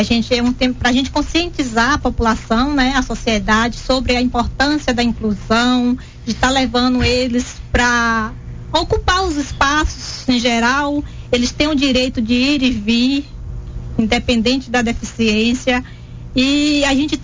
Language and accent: Portuguese; Bahia, Brazil; now in Coronel Fabriciano, Brazil; Eu não sou natural de Fabriciano, eu sou natural da Bahia.